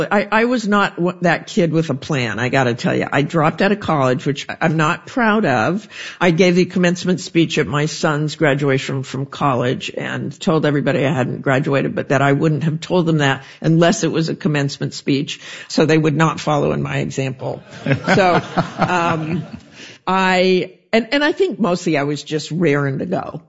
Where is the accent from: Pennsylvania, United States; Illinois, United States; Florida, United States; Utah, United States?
Utah, United States; Salt Lake City; also born or lived in Boston, United States; I joke that I was raised in Salt Lake City, and I used to think there are sinners out there somewhere, and I'm going to find them. And I moved to Boston, and there they were.